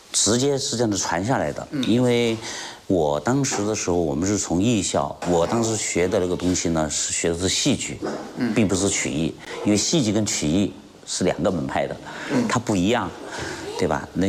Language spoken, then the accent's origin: Chinese; Jiangxi, China; 我们江西这边都是属于采茶戏，哦，我们的吉安采茶戏，赣南就是赣南采茶戏，